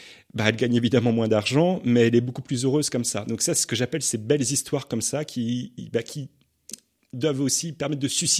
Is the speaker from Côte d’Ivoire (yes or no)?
no; Brittany, France; Alors moi je ne suis pas lorrain ni alsacien là-bas, je suis breton.